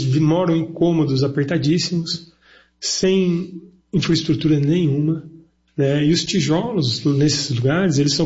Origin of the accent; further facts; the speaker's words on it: Brazil; Eu, como um bom brasileiro